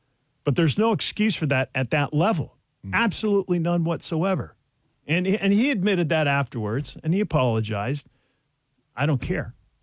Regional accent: San Diego, California, United States; Went back to San Diego, my hometown, and tried out for the San Diego Soccers

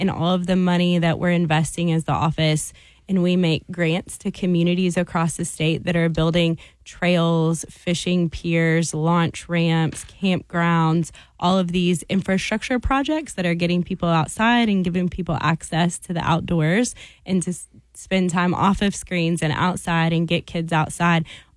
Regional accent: Arkansas, United States; I grew up in Arkansas

